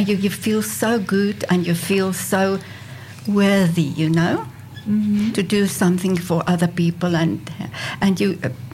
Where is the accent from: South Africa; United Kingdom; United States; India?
South Africa; Oh, you know, I'm coming from South Africa and the Zulus have got like a shield.